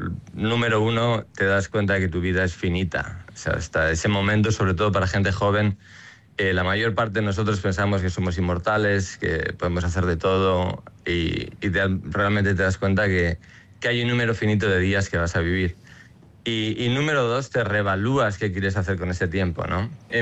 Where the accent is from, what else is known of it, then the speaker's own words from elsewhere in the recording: Vitoria-Gasteiz, Basque Country, Spain; moved away as an adult; now in New York, United States; nací y crecí en Vitoria